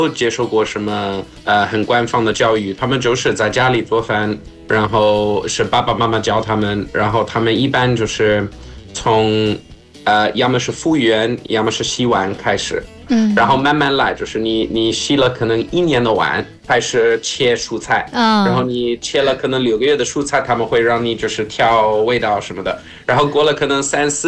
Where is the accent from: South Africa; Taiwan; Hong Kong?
South Africa; Johannesburg, Gauteng; Chinese is a second language; moved away; 所以我们有像我的家庭是葡萄牙和法国，所以我们在约翰内斯堡长大的时候我们经常去葡萄牙的餐厅，